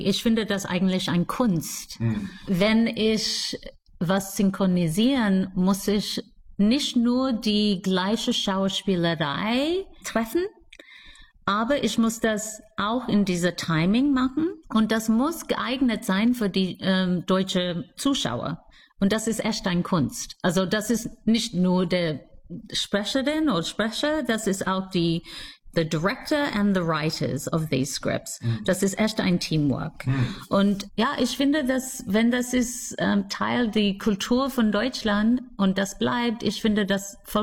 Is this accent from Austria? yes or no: no; Sydney, New South Wales, Australia; German is a second language; moved away as an adult; now in Berlin, Germany; Ich komme aus Sydney, Australien und wohne hier in Berlin seit 2007.